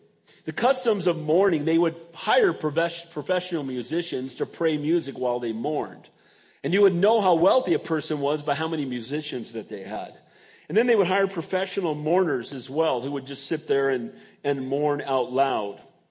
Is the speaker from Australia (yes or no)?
no; San Bernardino, California, United States; born there; I said, you know, I was born in San Bernardino.